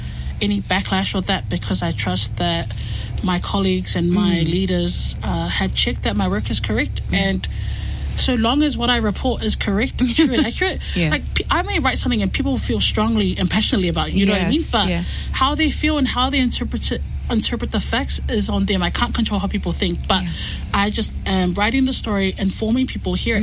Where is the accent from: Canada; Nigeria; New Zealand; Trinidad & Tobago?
New Zealand; the lived experience of me as a Pacific woman or growing up in New Zealand